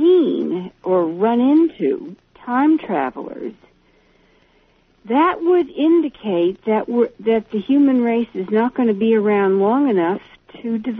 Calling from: Maine, United States; because I'm in Maine. I'm stuck in Maine, and I'm almost totally cut off.

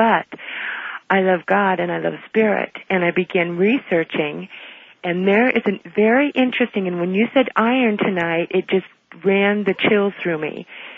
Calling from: Lane County, Oregon, United States; I'm calling from Lane County, Oregon

